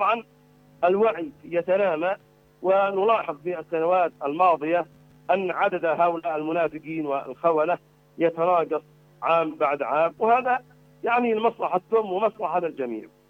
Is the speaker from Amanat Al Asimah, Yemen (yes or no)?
yes; Sanaa, Amanat Al Asimah, Yemen; عندنا في صنعاء